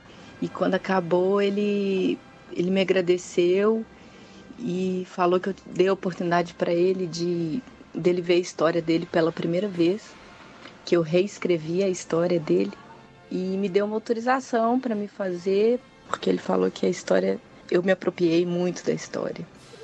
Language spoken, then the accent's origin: Portuguese; Belo Horizonte, Minas Gerais, Brazil; eu sou de Belo Horizonte, comecei a fazer teatro com 13 anos aqui no Palácio das Artes.